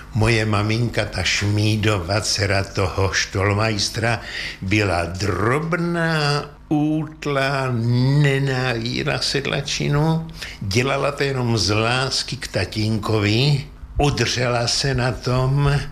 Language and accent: Czech; Prague, Czechia; My jsme ti Pražáci, vltavská krev.